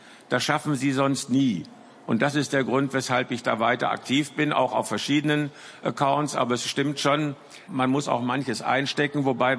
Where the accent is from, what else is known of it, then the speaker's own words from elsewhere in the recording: Münster, North Rhine-Westphalia, Germany; Jetzt komme ich aus Münster und in Westfalen sagt man, nichts gesagt ist gelobt genug.